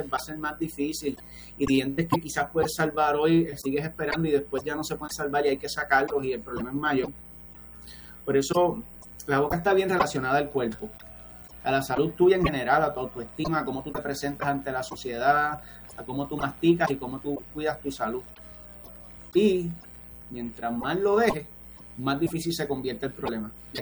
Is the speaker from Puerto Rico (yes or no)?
yes; Puerto Rico; nos gusta como puertorriqueños